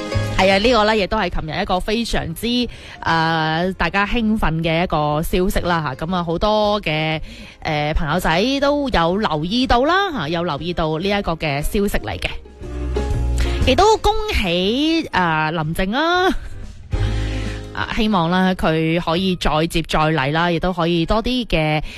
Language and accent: Cantonese; Guangdong, China; 我哋广东人